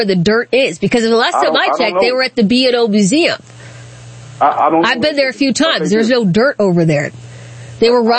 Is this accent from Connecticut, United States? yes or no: no; Accokeek, Maryland, United States; I grew up in Accokeek. We were there all the time.